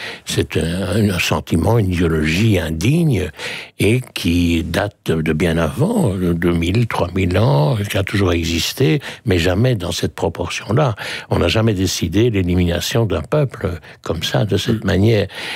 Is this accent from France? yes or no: no; Belgium; born there; also born or lived in Switzerland; je suis né en 1945, en Suisse, effectivement. Et très vite, on est rentré en Belgique, en fait. Je n'ai pas de souvenirs de la Suisse, sauf des photos.